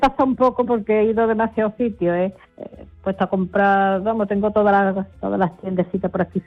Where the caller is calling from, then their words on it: Seville, Andalusia, Spain; de Sevilla.